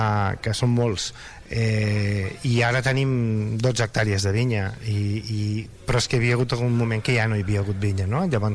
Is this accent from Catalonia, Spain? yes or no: yes; Catalonia, Spain; soc, el meu pare era andalús i jo estic aquí i ja soc un català més, no?